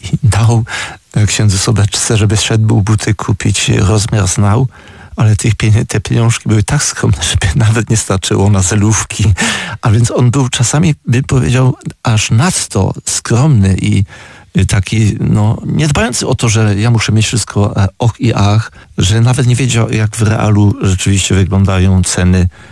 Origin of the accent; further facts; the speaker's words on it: Szczedrzyk, Opole Voivodeship, Poland; w Szczedrzyku, a stamtąd pochodzę